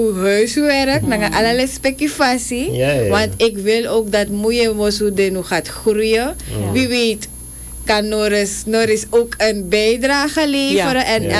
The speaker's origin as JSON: {"language": "Dutch", "country": "Suriname"}